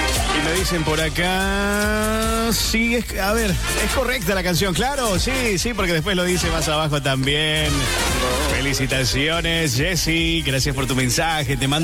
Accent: General Madariaga, Buenos Aires Province, Argentina; de Madariaga. ¿Cómo está la gente de Madariaga?

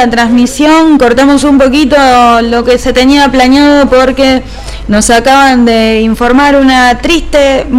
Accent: Argentina; lo que somos nosotros los argentinos

